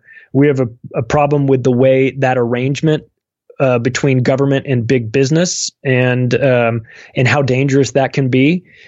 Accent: United States; I'm an American. I love America.

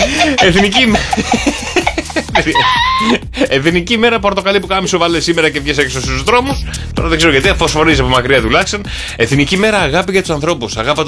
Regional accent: Piraeus, Attica, Greece; born there; Που γεννηθήκαμε στον Πειραιά, Δυτική Αττική.

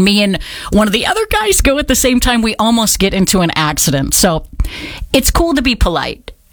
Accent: Midwest, United States; now in Knoxville, United States; I'm from the Midwest.

